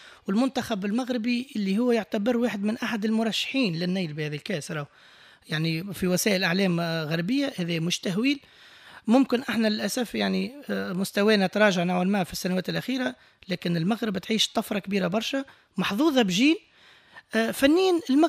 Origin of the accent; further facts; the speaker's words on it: Tunisia; وإحنا كشعب تونسي معنى شجاعة في دمنا